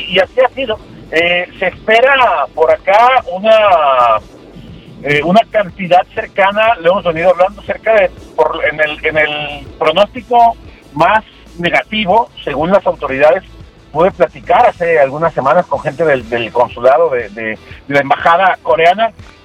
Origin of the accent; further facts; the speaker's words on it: Mexico; los mexicanos, cuando vamos a otros lugares